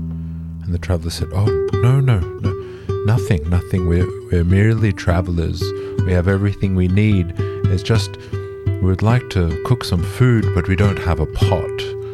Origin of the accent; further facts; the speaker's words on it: Sydney, New South Wales, Australia; born there; now in Bellingen, Australia; between Northern Rivers and Sydney, where my family is from, where I was born in Sydney.